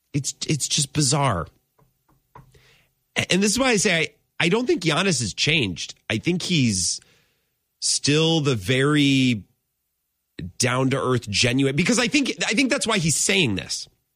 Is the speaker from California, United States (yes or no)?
yes; California, United States; my family, I'm from California. That's my goal, to get back there.